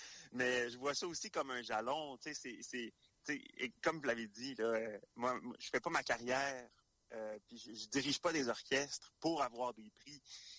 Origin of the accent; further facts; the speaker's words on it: Quebec, Canada; moi, je suis né sur la Côte-Nord, j'ai grandi sur la Côte-Nord, j'ai fait mes premiers cours de musique dans la région aussi.